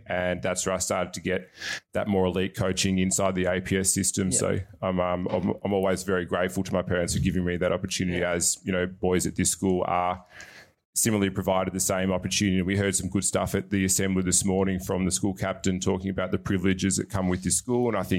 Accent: Hamilton, Victoria, Australia; also born or lived in Geelong; We grew up in Country Victoria in the Western District in Hamilton.

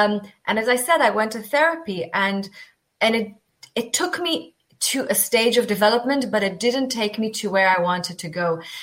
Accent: Tel Aviv, Tel Aviv District, Israel; moved away as an adult; now in United Kingdom; So I grew up in Israel, a Tel Aviv girl, very respectful of being, you know, Jewish, but not practicing anything because my identity was very clear to me. I was Jewish

